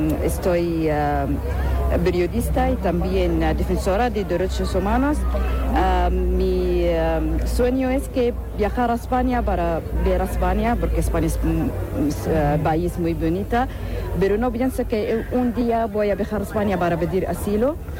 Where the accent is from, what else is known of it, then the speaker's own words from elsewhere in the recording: Sudan; Spanish is a second language; moved away as an adult; now in Spain; soy de Sudán, tengo 43 años